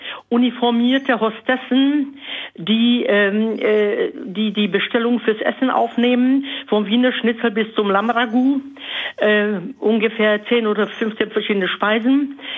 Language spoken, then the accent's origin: German; Bohemia, Czechia; Ich komme aus Böhmen.